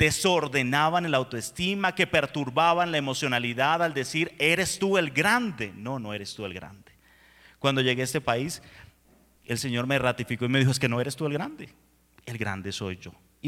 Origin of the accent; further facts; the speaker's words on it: Venezuela; moved away as an adult; now in Colombia; cuando llegué a Colombia, yo soy venezolano, resumen para los que no me conocían, cuando llegué a Colombia hace 8 años